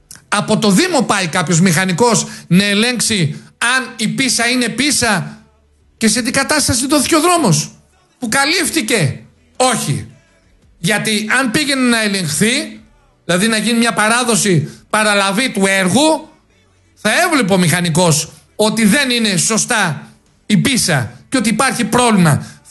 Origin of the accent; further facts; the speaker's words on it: Preveza, Epirus, Greece; Πραγματικά ντρέπομαι και εγώ ότι κατάγομαι από Πρέβεζα.